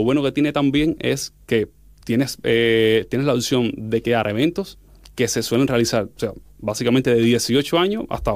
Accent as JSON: {"language": "Spanish", "country": "Cuba", "also_born_or_lived": "Madrid", "moved": "as an adult", "lives_now": "Gijón, Spain", "said": "Soy de Cuba."}